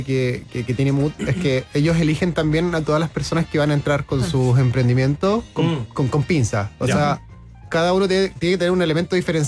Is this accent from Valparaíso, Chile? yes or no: no; Concepción, Biobío, Chile; moved away as an adult; yo soy de Concepción, me vine a estudiar acá.